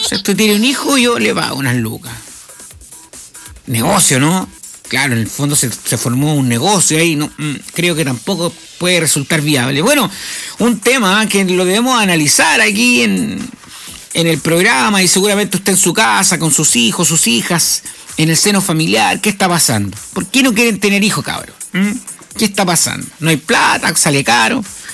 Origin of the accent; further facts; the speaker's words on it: Chile; somos muy pocos chilenos los que vamos quedando en el país